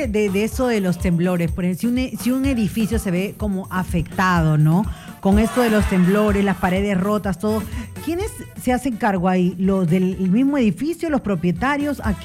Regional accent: Peru

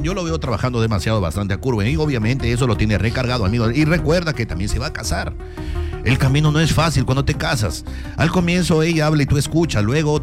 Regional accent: Piura, Peru; Es que soy de Piura.

